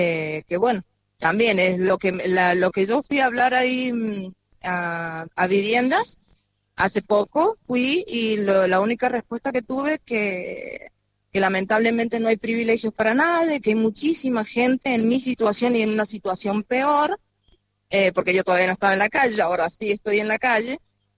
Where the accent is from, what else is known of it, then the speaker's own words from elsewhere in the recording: Mendoza, Argentina; now in San Luis, Argentina; Yo soy de Mendoza, hace 24 años que estoy acá en San Luis.